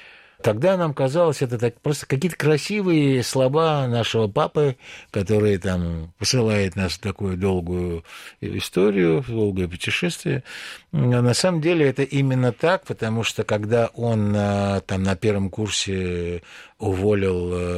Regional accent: Baku, Azerbaijan; accent: Baku; now in Moscow, Russia; я ведь из Баку приехал. И все, что я знал о культуре в Москве, было на мне, начиная от кремпленового костюма.

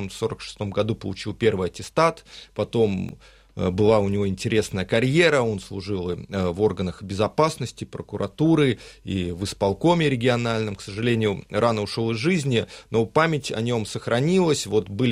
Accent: Kaliningrad, Kaliningrad Oblast, Russia; born there; also born or lived in Severomorsk; Вот у меня тоже папа служил в военно-морском флоте. Я и в Североморске успел пожить в детстве, потом вернулся в Калининград.

